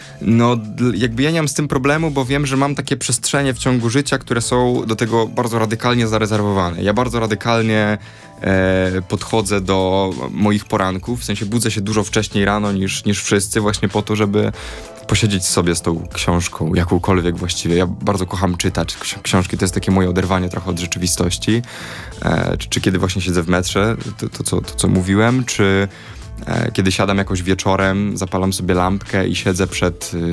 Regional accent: Warsaw, Masovian Voivodeship, Poland; ja jestem warszawiakiem. I moi dziadkowie też są w Warszawie. I jakby ja mam pokolenia bardzo, bardzo daleko właśnie oryginalnie z Warszawy. No i od zawsze tutaj żyję

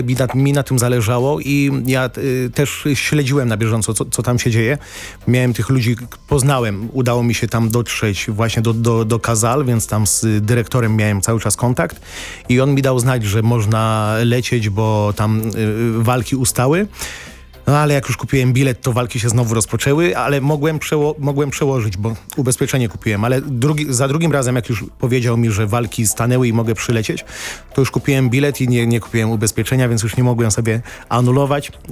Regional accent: Szczecin, West Pomeranian Voivodeship, Poland; jestem ze Szczecina

